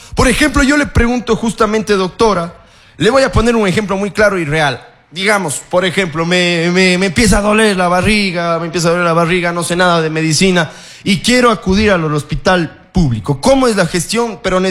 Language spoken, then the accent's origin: Spanish; Azuay, Ecuador; la gente en el Azuay también somos cabreados, somos descendientes de los Cañaris